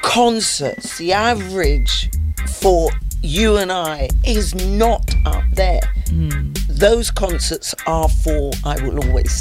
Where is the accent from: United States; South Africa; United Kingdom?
United Kingdom; as British people, musicians